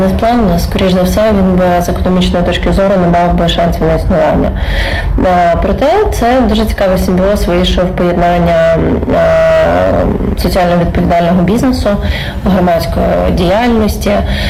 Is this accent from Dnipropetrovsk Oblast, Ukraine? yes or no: yes; Dnipropetrovsk Oblast, Ukraine; я з Чудової Дніпропетровщини